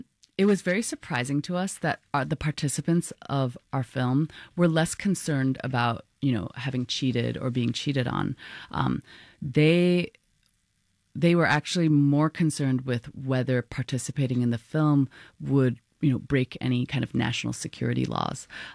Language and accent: English; Hong Kong; I grew up in Hong Kong